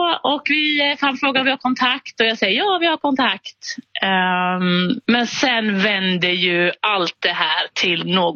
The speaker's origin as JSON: {"language": "Swedish", "region": "Småland", "country": "Sweden", "said": "jag är från Småland"}